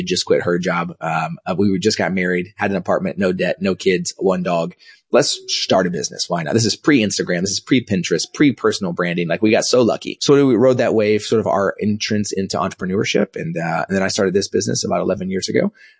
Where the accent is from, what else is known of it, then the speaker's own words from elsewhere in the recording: Dallas, Texas, United States; also born or lived in Kansas; So I was born in 1983. I was born in Kansas. I only lived there for about a week. Came back to Dallas